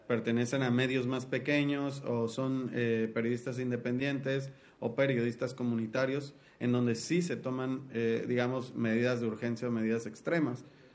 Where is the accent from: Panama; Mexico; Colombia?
Mexico; Veracruz; En el caso de Veracruz, de donde yo soy, solo el 31% de los casos tiene culpables en la cárcel.